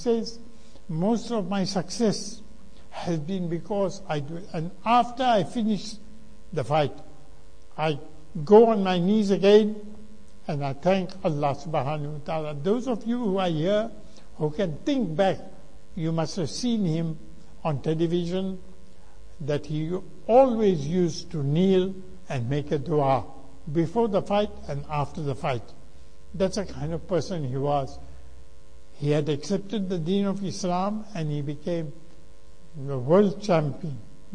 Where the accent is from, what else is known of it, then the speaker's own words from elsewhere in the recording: South Africa; I'm from South Africa, and that is why I speak English. I'm not a Pakistani.